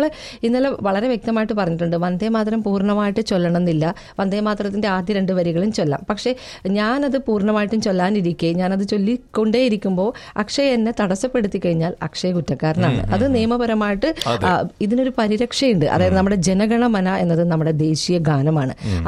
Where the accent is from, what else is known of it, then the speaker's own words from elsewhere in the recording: Kerala, India; ഞാനൊരു മലബാറുകാരിയാണ്